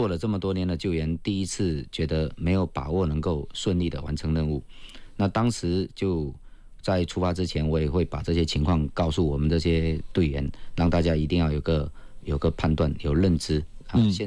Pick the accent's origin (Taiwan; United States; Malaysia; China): China; southern China; now in Jinjiang, Quanzhou, China; 作为南方人，我第一次见雪就是在土耳其啊